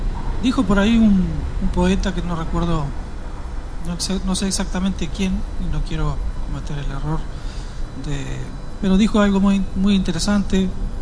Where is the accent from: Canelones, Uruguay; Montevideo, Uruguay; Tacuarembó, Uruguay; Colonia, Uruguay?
Tacuarembó, Uruguay; Bueno, vengo de Tacuarembó y esto es para Tacuarembó se va.